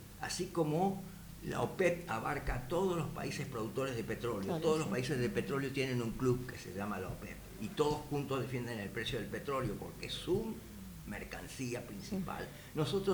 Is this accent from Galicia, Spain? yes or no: yes; Galicia, Spain; moved away; en el caso mío, yo soy gallego, así que soy celta también.